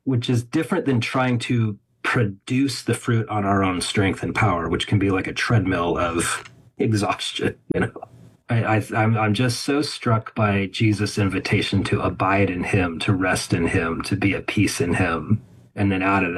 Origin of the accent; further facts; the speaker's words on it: United States; especially as an American